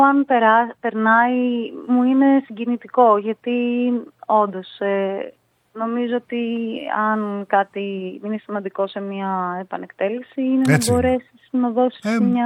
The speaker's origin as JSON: {"language": "Greek", "town": "Thessaloniki", "region": "Central Macedonia", "country": "Greece", "tie": "born or raised there", "said": "Γεννήθηκα και μεγάλωσα στη Θεσσαλονίκη."}